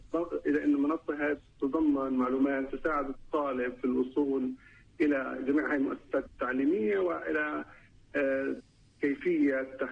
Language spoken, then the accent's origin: Arabic; Palestine; هل هي موجودة عندنا في فلسطين أم لا؟